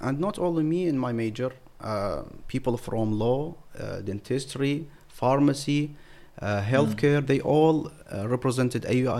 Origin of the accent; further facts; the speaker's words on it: Iraq; where are you from … ? And I said, Iraq.